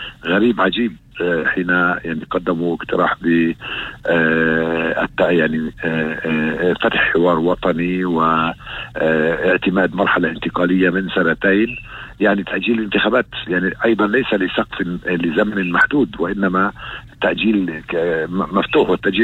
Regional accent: Palestine

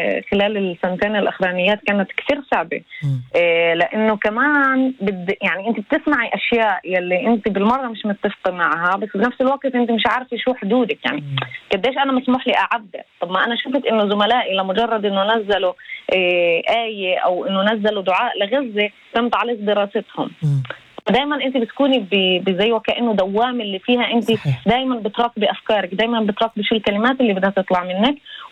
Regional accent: Palestine; هاي النظام الجديد كان قصده بالأساس أنه أصلا يمنعنا إحنا كطلاب فلسطينيين بالجامعات الإسرائيلية من أنه نفكر.

